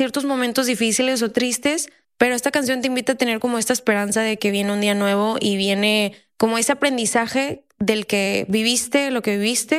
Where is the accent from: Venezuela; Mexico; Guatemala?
Mexico; Monterrey, Nuevo León